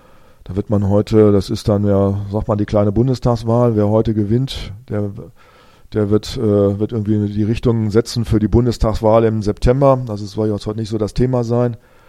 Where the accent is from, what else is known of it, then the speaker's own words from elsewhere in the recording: Germany; Gottes in Deutschland. Ich bin ich berufen. Und hier zu wirken, dass sich hier was verändert, in meinem Heimatland, in der Nation, in der ich lebe